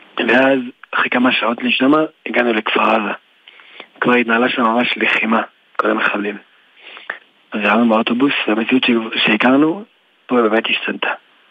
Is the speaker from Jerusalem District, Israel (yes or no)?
yes; Jerusalem, Jerusalem District, Israel; also born or lived in France; אני האמת נולדתי בצרפת, אני צרפתי. כשהייתי בן 3 חודשים עליתי לארץ עם כל המשפחה שלי. והייתי נער, גדלתי בירושלים.